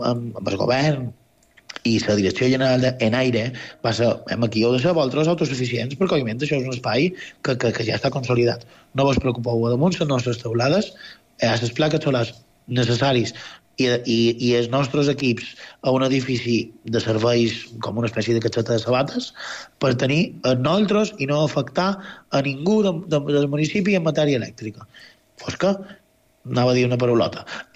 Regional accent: Marratxí, Balearic Islands, Spain; pels que som del planetes, pels que som de Marratxí

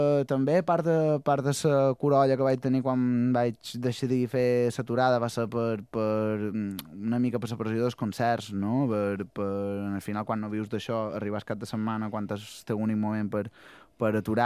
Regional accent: Santa Maria del Camí, Balearic Islands, Spain; jo que soc de Santa Maria, tocar per festes pues sempre és una alegria.

